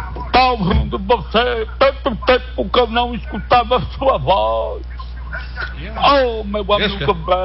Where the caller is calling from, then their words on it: Caeté, Brazil; Tô morando agora aqui em Caeté.